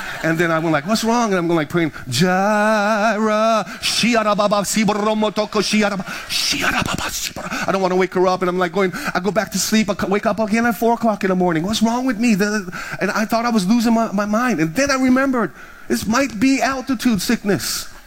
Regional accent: Hawaii, United States; I'm from the Big Island, I've been to Mauna Kea, I know it's like 13,000, been to the summit.

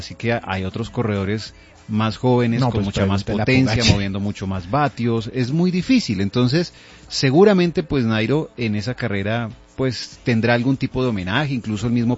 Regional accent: Colombia; sería maravilloso para nosotros como colombianos que le hubieran dado esa oportunidad

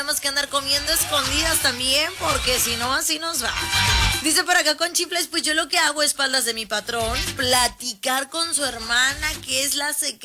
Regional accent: Mexico; somos mañosos como buenos mexicanos

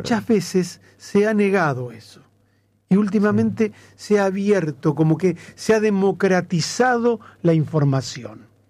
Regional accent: Rosario, Santa Fe, Argentina; Somos la segunda ciudad del país

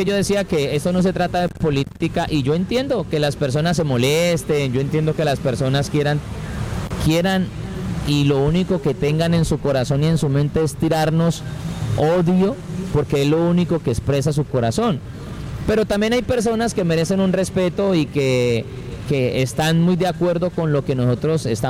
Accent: Cali, Valle del Cauca, Colombia

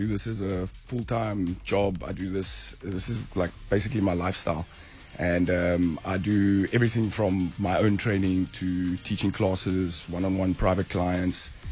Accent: Goodwood, Western Cape, South Africa; I come from Goodwood, I grew up there.

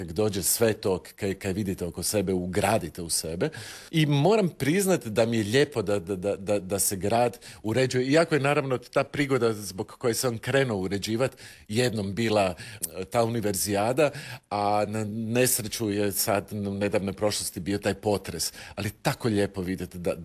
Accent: Zagreb, City of Zagreb, Croatia; I iz Prečkog sam zgrada istok koja je gledala na sve strane od sveta

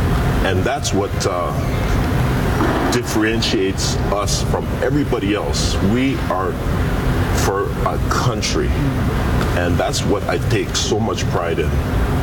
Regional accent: Toronto, Ontario, Canada; Growing up in Toronto, being different, being Canadian

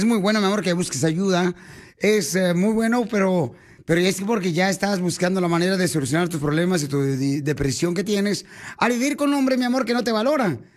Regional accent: Michoacán, Mexico; No, soy de Michoacán.

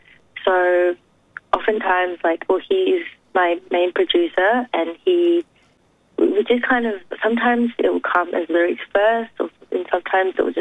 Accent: Australia; growing up in a Japanese-speaking household and still consuming, like obviously I grew up in Australia

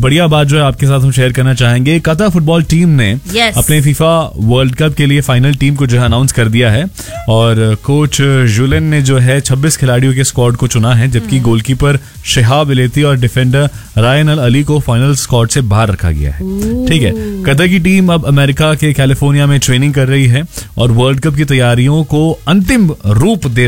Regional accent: Delhi, India; हम पले बड़े दिल्ली में ही हैं

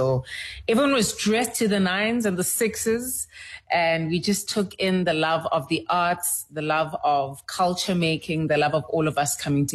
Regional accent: Pietermaritzburg, KwaZulu-Natal, South Africa; also born or lived in Durban; being a coastal girl, because I was born in KZN and Durban, raised in Pietermaritzburg.

